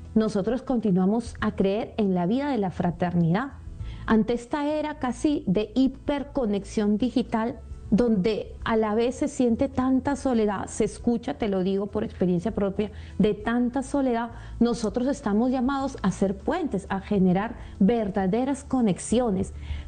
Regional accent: Chiclayo, Lambayeque, Peru; es también mi tierra

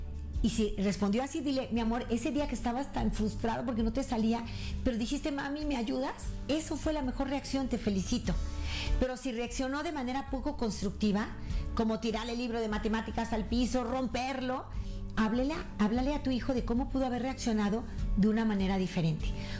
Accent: Mexico; de una señora en Monterrey, en mi país, al norte de mi país

